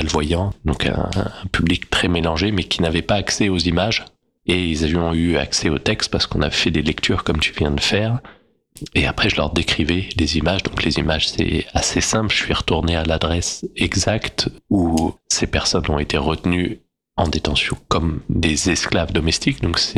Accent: Île-de-France, France; l'île de France, là où j'ai grandi, et donc autour de Paris

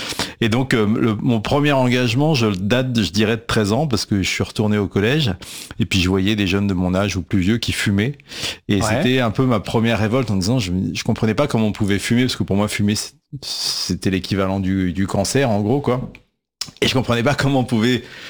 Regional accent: Paris, Île-de-France, France; Je suis né à Paris, j'ai grandi dans le 15e.

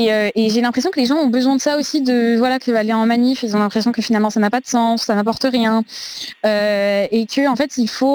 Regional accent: France

